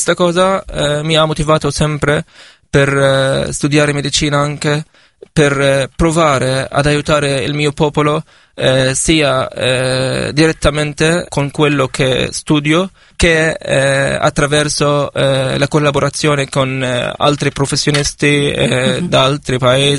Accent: Rafah, Gaza Strip, Palestine; Italian is a second language; moved away as an adult; now in Italy; Vengo dalla Palestina, della città di Rafah.

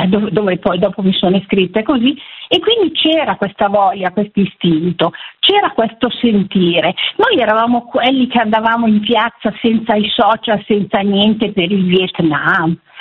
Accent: Milan, Lombardy, Italy; moved away; io sono nata e sono vissuta tantissimo tempo a Milano.

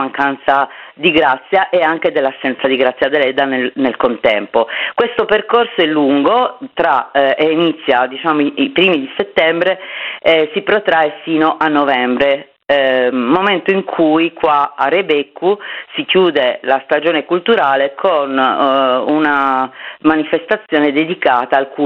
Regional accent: Sardinia, Italy; now in Bonorva, Italy; Io sono arrivata 6 anni fa, non sono nativa di questi luoghi, sono sarda ma non sono di Bonorva, non sono del Meilugu

